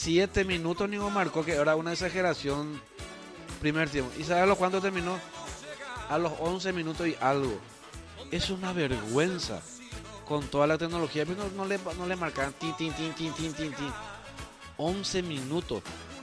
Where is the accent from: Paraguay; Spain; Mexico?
Paraguay; Nosotros, los paraguayos